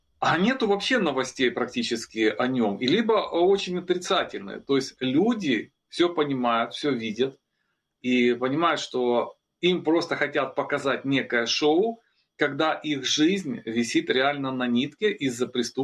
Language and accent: Russian; Kyiv, Ukraine; Как киевлянин